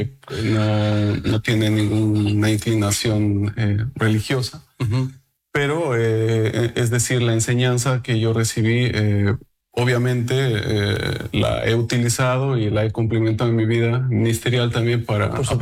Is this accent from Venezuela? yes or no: no; Peru; moved away as an adult; Yo soy peruano, pero bueno, viajé a México en ese año y empecé a estudiar del 2011 hasta el 2015 en la universidad